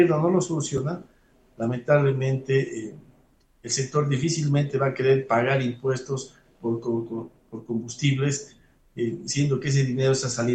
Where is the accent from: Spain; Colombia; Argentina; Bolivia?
Bolivia; nosotros como bolivianos